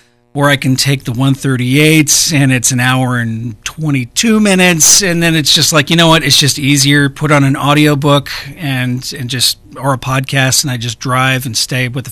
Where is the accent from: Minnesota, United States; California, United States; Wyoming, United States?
California, United States; San Bernardino; born there; also born or lived in Phelan, California; I actually grew up on Elm in San Bernardino. No joke. Elm Avenue in San Bernardino.